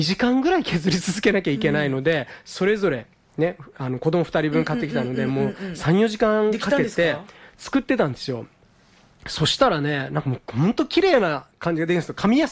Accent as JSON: {"language": "Japanese", "town": "Yame", "region": "Fukuoka", "country": "Japan", "tie": "born or raised there", "said": "これが八女に。で僕はそこで育ったんですよ。"}